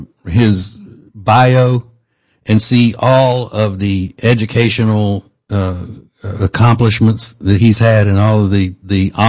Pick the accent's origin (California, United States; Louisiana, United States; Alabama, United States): Louisiana, United States; moved away as an adult; now in Charlotte, United States; Louisiana is my home state. I live in Charlotte, have for about 26, 27 years, but I grew up in Louisiana.